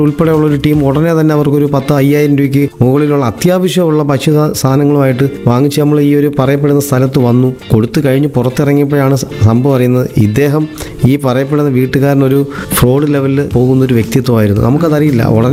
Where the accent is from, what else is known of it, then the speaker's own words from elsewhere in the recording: Kollam, Kerala, India; ശരിക്കും സ്വദേശം കൊല്ലം പള്ളിമുക്കിലാണ്. ഇപ്പൊ താമസിക്കുന്നത് കൊട്ടിയത്താണ്.